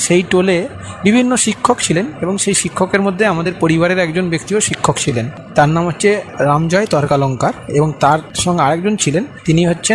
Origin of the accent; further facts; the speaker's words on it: Tajpur, West Bengal, India; আমাদের তাজপুর গ্রামেই অবস্থিত।